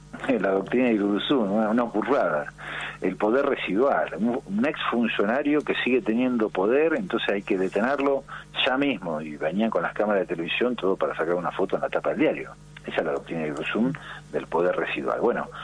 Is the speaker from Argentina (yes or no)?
yes; Río Negro, Argentina; yo soy de Río Negro